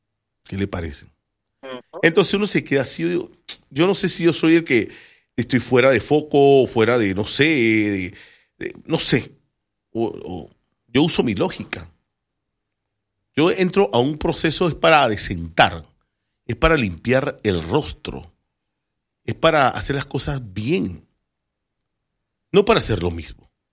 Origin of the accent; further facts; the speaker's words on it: Panama; como una panameña que paga tributos y como un panameño que paga tributo también.